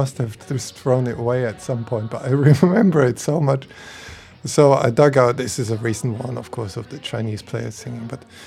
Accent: North Rhine-Westphalia, Germany; moved away; in 1989, the table tennis world championship happened in Dortmund, which is close to my hometown. Hmm. And I was 16

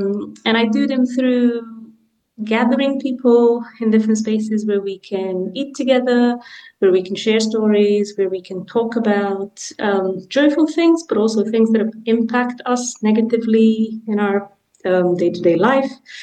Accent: Romania; English is a second language; now in United Kingdom; so I'm a migrant in the UK, moved here in 2009, I'm from Romania.

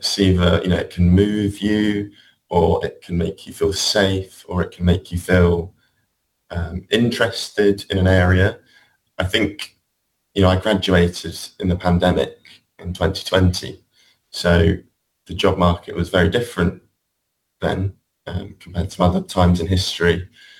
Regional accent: Guildford, South East England, United Kingdom; So I left Manchester where I was studying and then went back to my hometown in Guildford.

